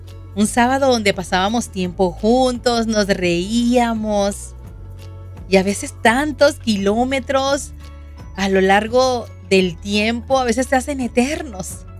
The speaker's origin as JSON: {"language": "Spanish", "country": "Venezuela", "moved": "yes", "said": "saben que soy venezolana y toda mi familia vive en Venezuela."}